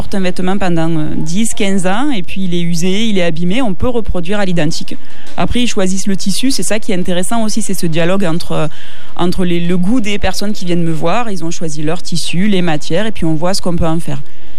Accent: Occitanie, France; moved away; also born or lived in Aix / Paris; moi, je suis originaire de Saint-Laurent-des-Gouzes.

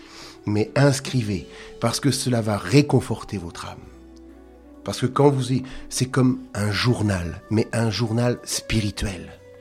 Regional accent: Normandy, France; je suis normand, mais pourtant méditerranéen dans les gestes.

